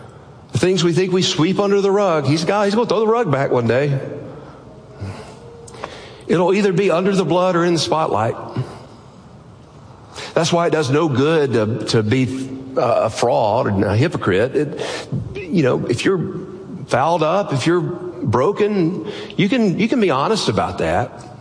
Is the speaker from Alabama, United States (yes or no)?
yes; Alabama, United States; where I grew up in North Alabama, it was in the Appalachian foothills